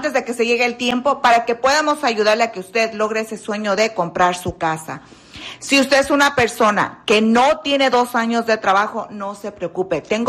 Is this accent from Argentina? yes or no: no; Michoacán, Mexico; ¿Tú qué? No, soy de Michoacán.